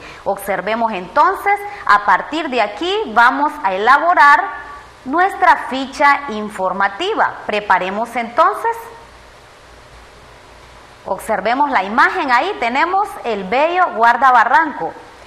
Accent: Nicaragua; Nuestra ave nacional nos representa como nicaragüenses.

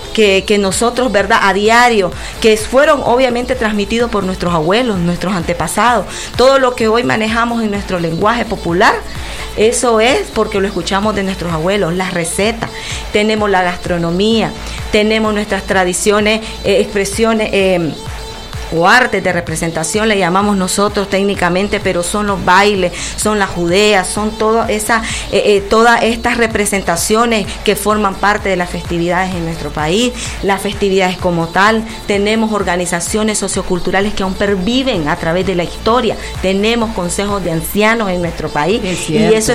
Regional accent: Nicaragua; al final todos somos nicaragüenses.

